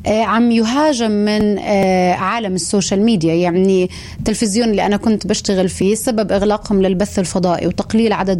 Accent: Nablus, Nablus Governorate, Palestine; إذا أنا ما نجحت في قلب مدينتي الصغيرة ومن ثم في وطني الكبير لن أنجح في الخارج. وأنا عيوني كانت للعالمية. أنا اليوم زي ما كان في عندي تحدي إنه أنا أرجع أقول إنه لا المشاريع الناشئة بمدينة نابلس تنجح

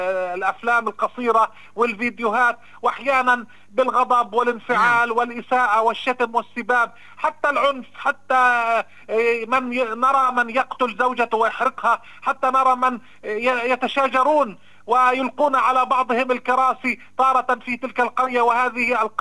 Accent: Nablus, Nablus Governorate, Palestine; أنا بحيي مدينتي محافظتي نابلس

